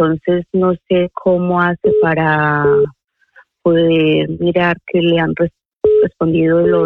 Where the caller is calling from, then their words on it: Pinto, Community of Madrid, Spain; de Pinto.